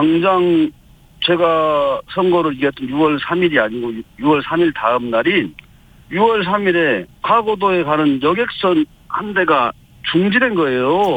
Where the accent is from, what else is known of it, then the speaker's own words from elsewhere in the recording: Sinan, South Jeolla, South Korea; 여기 내 고향 신안에 대한 준비를 하다가